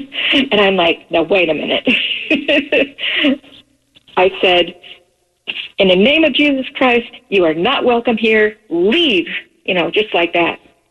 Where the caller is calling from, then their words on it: Beaverton, Oregon, United States; I live with, well, my daughter, my grandson, and I, we all live in an apartment in Beaverton.